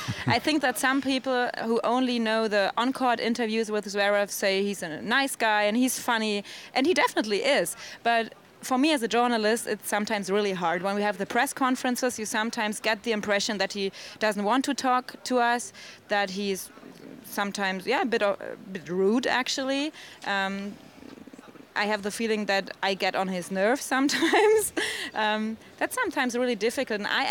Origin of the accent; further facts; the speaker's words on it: Konstanz, Baden-Württemberg, Germany; Konstanz, at the border to Switzerland.